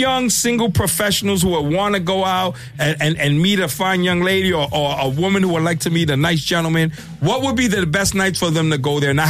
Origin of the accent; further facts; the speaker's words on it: New York, United States; I'm originally from Bushwick, East New York area.